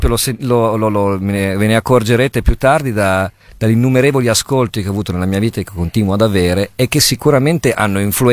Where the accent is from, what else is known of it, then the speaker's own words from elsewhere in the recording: Udine, Friuli-Venezia Giulia, Italy; born there; No, sono nato all'est, sono nato a Udine.